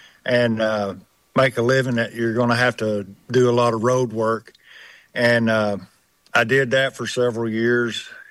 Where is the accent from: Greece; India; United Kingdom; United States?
United States; Little Rock, Arkansas; born and raised in Arkansas, lived in Little Rock.